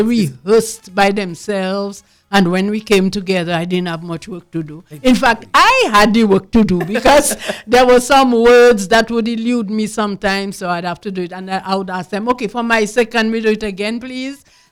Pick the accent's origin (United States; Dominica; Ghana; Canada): Dominica; I didn't meet anybody from Martinique, and I was the representative from Dominica.